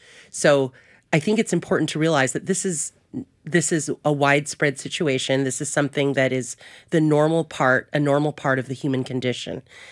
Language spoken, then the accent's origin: English; Philippines; And just because I'm Filipina doesn't mean I know the culture of what's happening in Tajikistan, right?